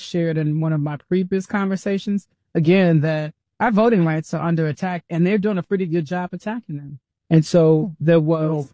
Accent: Mississippi, United States; I got my master's from Mississippi State. That's my home state, and I got my master's from there. So very familiar with the SEC. I'm from here

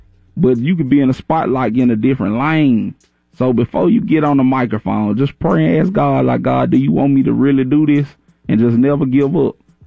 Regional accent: Memphis, Tennessee, United States; I'm from Memphis, Tennessee. Came a long way from North Memphis, man. It's a beautiful city, though.

